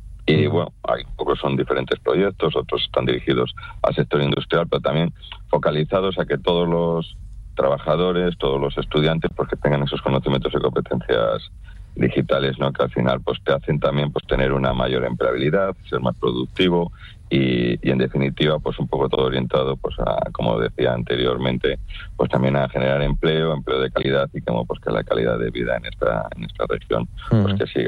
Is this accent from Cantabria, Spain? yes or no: yes; Langre, Cantabria, Spain; yo soy de Langre